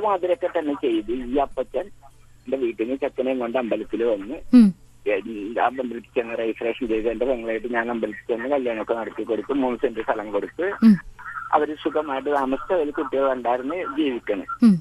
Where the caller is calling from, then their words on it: Puthuvype, Kerala, India; Puthuvype.